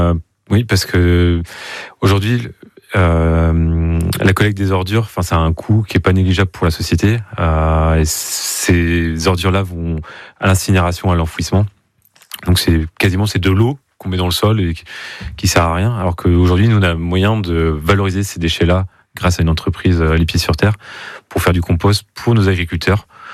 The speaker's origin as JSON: {"language": "French", "town": "Saint-Ouen-des-Toits", "region": "Pays de la Loire", "country": "France", "tie": "born there", "said": "Ouais, je suis né à Saint-Ouen-des-Toits exactement. Déjà il y a 40 ans."}